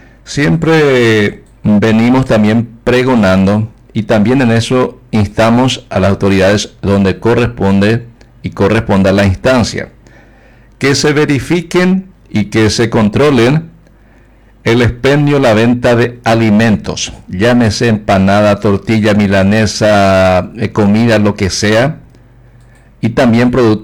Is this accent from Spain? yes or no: no; Paraguay; Yo soy norteño y aquí en la mañana al despertar, pulso del día.